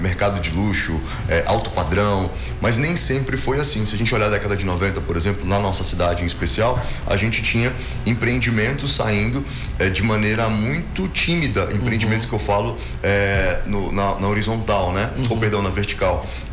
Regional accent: Manaus, Amazonas, Brazil

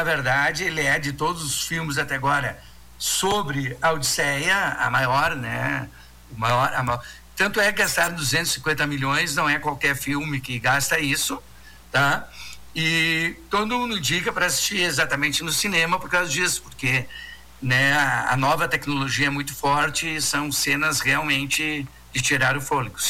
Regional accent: Caxias do Sul, Rio Grande do Sul, Brazil; eu sou de Caxias do Sul

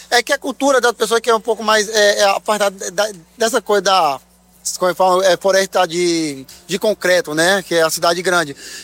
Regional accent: Bahia, Brazil; moved away; eu sou muito grato ao Rio de Contas, né, que é assim chamado, o rio que corta a minha cidade.

